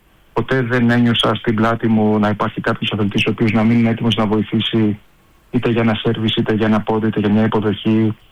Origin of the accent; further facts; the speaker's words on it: Greece; Είμαστε Έλληνες που παίζουμε μακριά από την πατρίδα μας